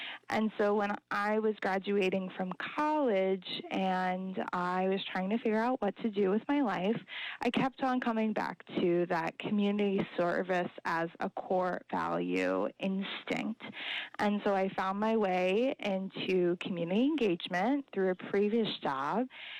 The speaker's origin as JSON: {"language": "English", "town": "New Orleans", "region": "Louisiana", "country": "United States", "tie": "born or raised there", "moved": "yes", "lives_now": "Michigan, United States", "said": "So I am not actually originally from Michigan. I'm originally from New Orleans."}